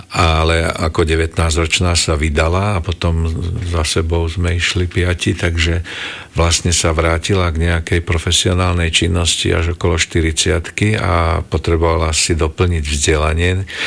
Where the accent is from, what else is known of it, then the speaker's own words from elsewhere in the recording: Košice, Košice Region, Slovakia; also born or lived in Prešov / Trenčín / London; potom definitívne sme sa presťahovali do Košíc. Takže vlastne od 4-5 rokov som žil v Košiciach.